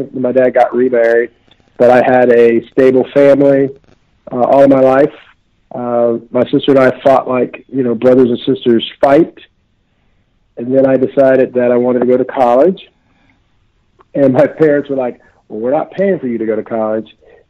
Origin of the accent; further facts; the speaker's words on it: Kansas, United States; born there; moved away as an adult; also born or lived in Houston, Texas / Denver, Colorado; Now, I told you I grew up in Kansas